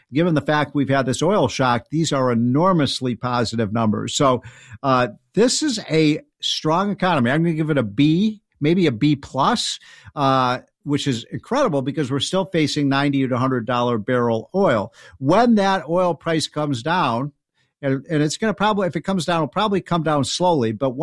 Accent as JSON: {"language": "English", "town": "Chicago", "region": "Illinois", "country": "United States", "said": "I'm a Chicagoan, so I'm not a big fan of the Knicks. I'm a Bulls fan."}